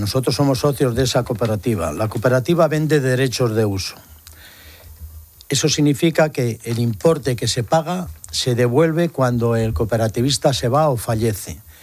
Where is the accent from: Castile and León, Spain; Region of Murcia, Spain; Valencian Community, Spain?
Castile and León, Spain; Aranda de Duero; En mi pueblo, en Aranda de Duero